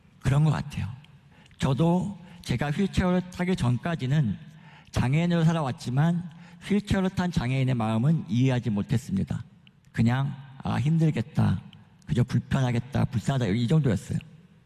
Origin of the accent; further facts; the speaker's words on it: Uijeongbu, Gyeonggi Province, South Korea; moved away as an adult; now in Busan, South Korea; 제가 장애인 교회를 의정부에 있을 때 7년 섬겼거든요. 제가 고향이 경기도 의정부입니다. 지금 혼자 이제 부산 내려와 살고 있는데